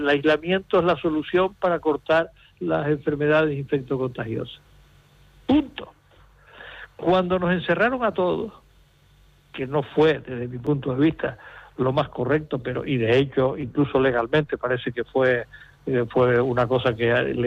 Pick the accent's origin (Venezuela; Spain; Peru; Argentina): Spain; Canary Islands; Yo me he sentido muy mal como canario. A mí me retrotrajo los años del franquismo que yo viví